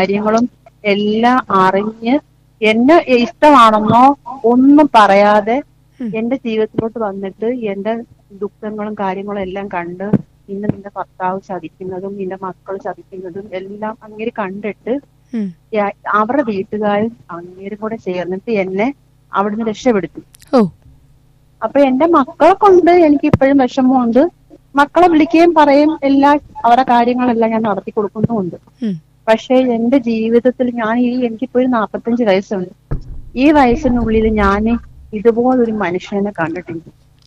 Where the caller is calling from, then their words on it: Kerala, India; ഞാൻ പുതിയകാവ്